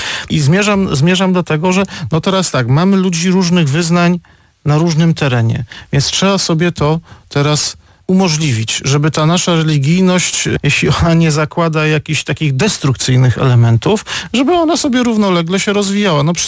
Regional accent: Odolanów, Greater Poland Voivodeship, Poland; Przecież ja się wychowałem w rzeczywistości katolickiej. Moja rodzina w Odolanowie, w południowej Wielkopolsce, była jedyną rodziną luterańską. Jeszcze były dwie pojedyncze osoby.

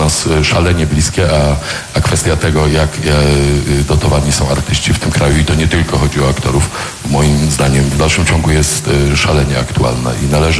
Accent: Silesian Voivodeship, Poland; jako Ślązacy

